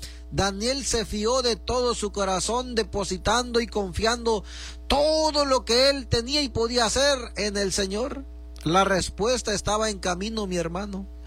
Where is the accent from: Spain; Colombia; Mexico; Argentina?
Mexico; nosotros somos mexicanos, y uno sabe de dónde viene uno, ¿verdad? ¿De qué raíces?